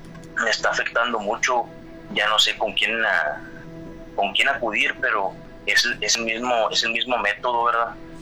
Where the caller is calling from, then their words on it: Monclova, Coahuila, Mexico; Desde Monclova, Coahuila.